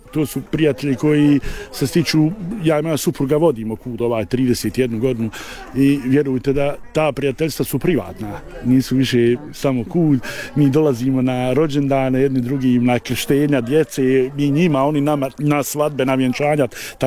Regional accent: Olovo, Federation of Bosnia and Herzegovina, Bosnia & Herzegovina; Mi dolazimo iz Olova, odakle su porijeklom Bošnjaci, Katolici, Hrvati. To je, znači, direktne tragove imamo u svom gradu i dan danas.

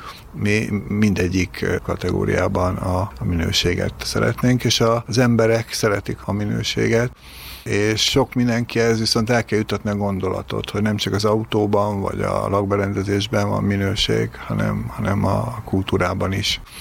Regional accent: Hungary; mi magyarok vagyunk

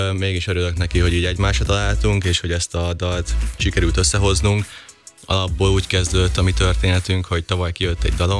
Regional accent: Győr-Moson-Sopron, Hungary; egy helyről származunk, szóval ő is Sopron környéki

